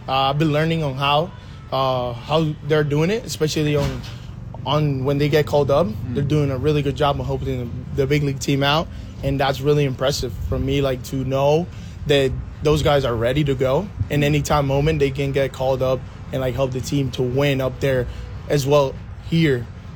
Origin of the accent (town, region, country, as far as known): Puerto Rico; born or raised there